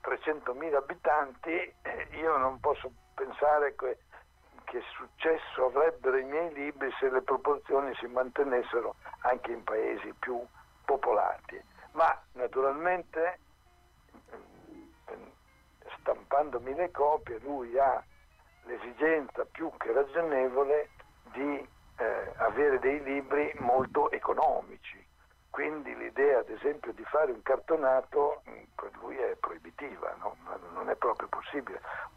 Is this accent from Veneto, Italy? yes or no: no; Bologna, Emilia-Romagna, Italy; io sono un bolognese, ma di famiglia non bolognese, di famiglia meridionale.